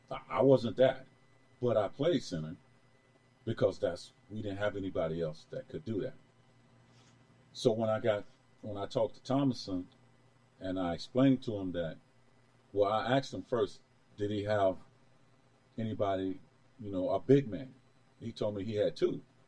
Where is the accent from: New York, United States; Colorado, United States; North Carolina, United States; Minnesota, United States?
North Carolina, United States; Greensboro; moved away as an adult; now in California, United States; And I'm from North Carolina, by the way, Greensboro.